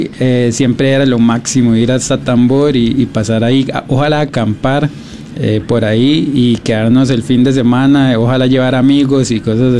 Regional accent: Costa Rica; Yo soy de Lagam, sí.

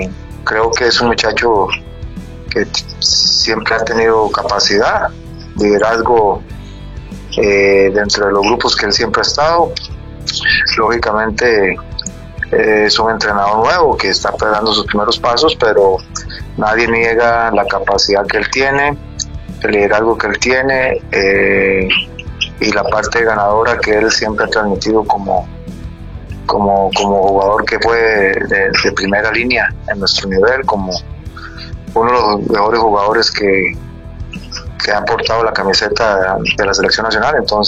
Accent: Costa Rica; En Costa Rica habemos, me meto en el saco porque soy costarricense

